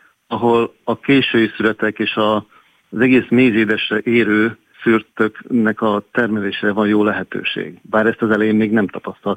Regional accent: Pécs, Baranya, Hungary; born there; moved away as an adult; now in Tokaj-Hegyalja, Hungary; én Pécset születtem, igaz, dédnagyapám szőlőjében töltöttük a hétvégéket

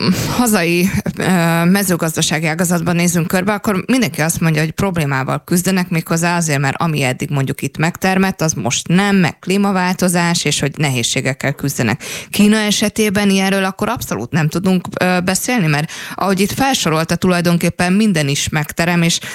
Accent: Hungary

